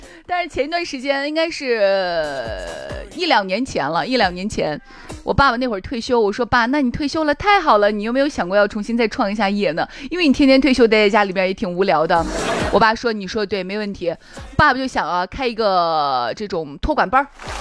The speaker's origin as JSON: {"language": "Chinese", "region": "Shaanxi", "country": "China", "said": "我们陕西方言是古代的官话"}